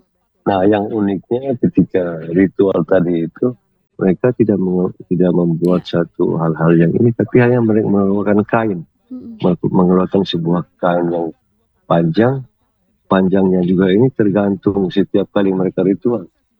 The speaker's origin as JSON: {"language": "Indonesian", "region": "East Nusa Tenggara", "country": "Indonesia", "said": "kewajiban kita sebagai pemerintah, sebagai orang Sumba itu sendiri, Sumba Timur itu sendiri, dengan berbagai cara."}